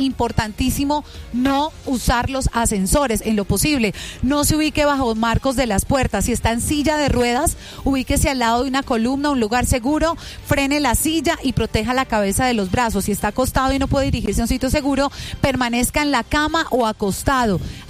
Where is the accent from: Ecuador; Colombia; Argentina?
Colombia; Neiva, Huila; también soy de Neiva y se sintió muchísimo fuerte.